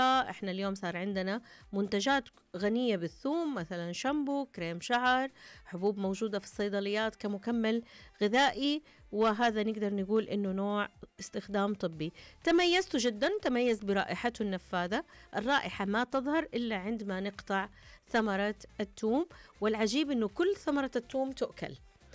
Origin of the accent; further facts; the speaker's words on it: Al-Qassim, Saudi Arabia; وأيضا يزرع عندنا في القصيم.